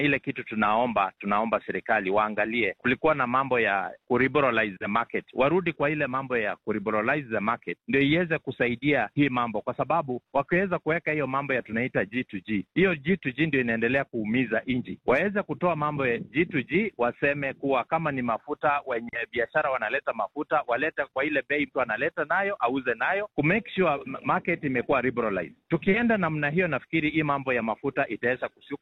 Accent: Kenya; Sisi wote ni Wakenya, wale wako ndani ya serikali ni Wakenya, pia sisi ni Wakenya, wananchi ni Wakenya, na sisi ni wanabiashara.

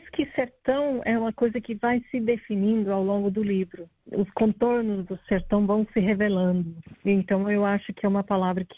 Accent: Australia; Portuguese is a second language; moved away as an adult; also born or lived in Brazil; now in Perth, Australia; Fui embora e voltei depois de 25 anos. Então, eu me sinto uma imigrante em um país começando do zero.

